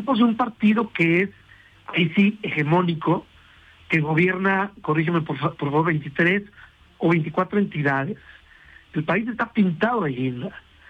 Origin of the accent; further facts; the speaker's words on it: Mexico City, Mexico; Yo soy chilango 100%